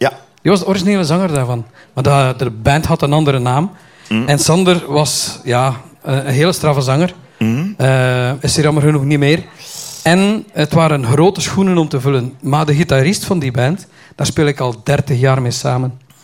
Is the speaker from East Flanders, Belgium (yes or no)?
no; Kortemark, West Flanders, Belgium; Ik ben een echte West-Vlaming.